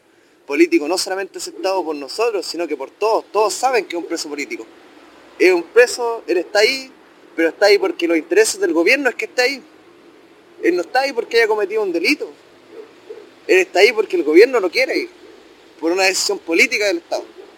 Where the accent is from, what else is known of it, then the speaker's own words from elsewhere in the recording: Chile; Nosotros no somos Chile. No somos chilenos, somos mapuches.